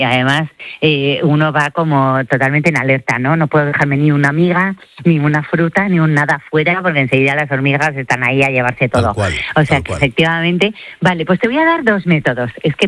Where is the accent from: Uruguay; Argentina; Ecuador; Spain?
Spain